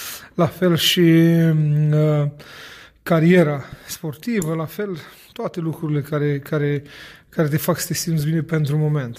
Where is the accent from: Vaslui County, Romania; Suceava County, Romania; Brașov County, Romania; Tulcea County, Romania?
Suceava County, Romania; Suceava; Pentru că, mă rog, în perioada de după Revoluție, în România era destul de dificil. Crescând în Suceava, pe străzile din Suceava, acolo am întâmpinat de multe ori probleme.